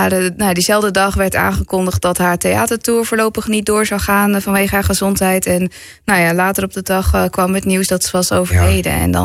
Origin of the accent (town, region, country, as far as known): Assen, Drenthe, Netherlands; born or raised there